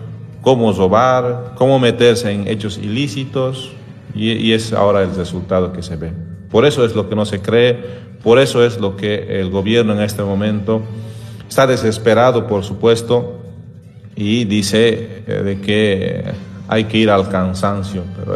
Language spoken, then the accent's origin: Spanish; Bolivia; Como boliviano, por supuesto, es inaceptable